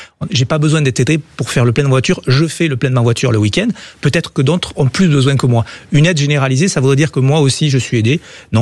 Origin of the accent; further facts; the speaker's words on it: Occitanie, France; moi je viens d'Ariège, c'est un milieu très rural